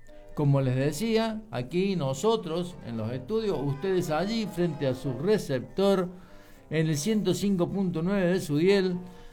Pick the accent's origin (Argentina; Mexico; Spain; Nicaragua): Argentina; esa música ciudadana que nos identifica como argentinos aquí en el resto del mundo